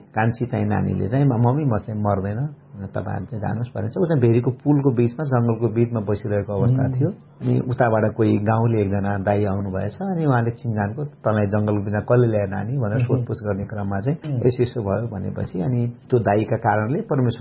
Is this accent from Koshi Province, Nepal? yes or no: no; Birendranagar, Karnali Province, Nepal; now in Kathmandu, Nepal; मेरो खास मेरो ओरिजन सुर्खेत जिल्ला वीरेन्द्र नगरपालिका वार्ड नम्बर 10 पर्छ। मेरो बाल्यकाल त्यहीँ सुर्खेतमै बित्यो र पढाइको सिलसिलामा अनि म काठमाडौँतिर आएँ।